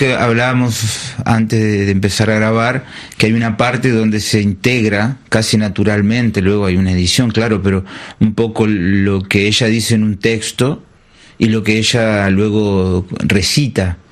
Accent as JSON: {"language": "Spanish", "region": "Entre Ríos", "country": "Argentina", "lives_now": "Buenos Aires, Argentina", "said": "venimos del interior de la Argentina, yo vengo de Entre Ríos, siempre tenemos que pasar por Buenos Aires."}